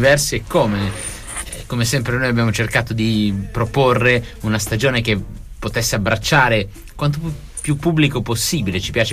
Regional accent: Milan, Lombardy, Italy; E infine, e io lo dico da milanese, un teatro paraldialaz, spero di averlo detto

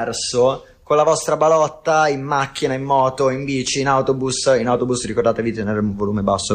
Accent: Bologna, Emilia-Romagna, Italy; perché siamo bolognesi

